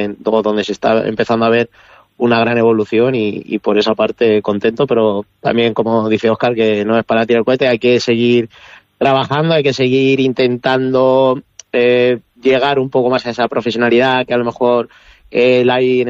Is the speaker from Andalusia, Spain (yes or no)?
no; Puertollano, Castilla-La Mancha, Spain; born or raised there